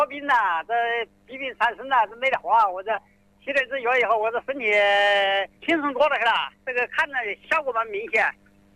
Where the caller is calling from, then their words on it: Xiantao, Hubei, China; 我仙桃楼活的